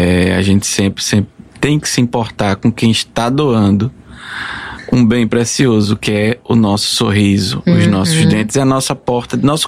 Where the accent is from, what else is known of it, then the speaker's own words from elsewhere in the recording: Alagoas, Brazil; Sou alagoano.